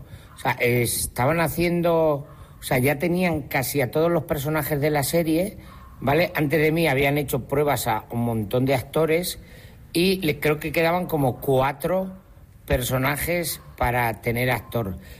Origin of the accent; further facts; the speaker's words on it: El Bonillo, Castilla-La Mancha, Spain; Claro, nací en el Bonillo, manchego, por eso digo que encima me siento como en casa, en un pueblo de estos, de que la gente es como yo me he criado de toda la vida, son gente de pueblo